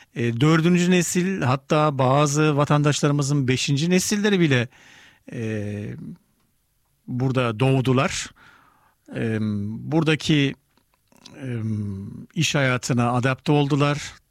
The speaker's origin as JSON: {"language": "Turkish", "country": "Germany", "tie": "born or raised there", "said": "ben burada büyüdüm, burada yetiştim. Böyle bir dönemi hiç görmedim."}